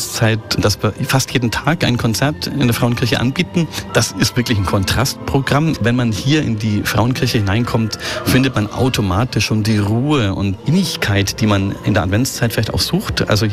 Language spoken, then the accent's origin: German; Neuendettelsau, Bavaria, Germany; moved away as an adult; also born or lived in Nuremberg / Bayreuth / Lübeck; now in Dresden, Germany; ich bin in Nürnberg geboren am 2. Dezember. Ich bin also ein Nürnberger Christkind, wenn man so sagen möchte und bin dann im Umland aufgewachsen in Neuendettelsau